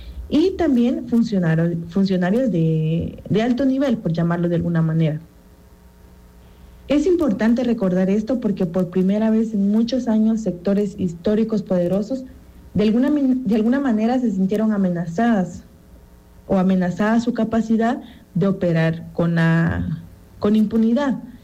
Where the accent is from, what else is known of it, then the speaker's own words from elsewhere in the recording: Guatemala; nuestro país, de Guatemala